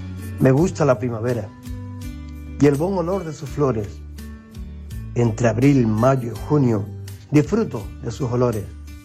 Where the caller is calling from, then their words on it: San Roque, Andalusia, Spain; soy de San Roque.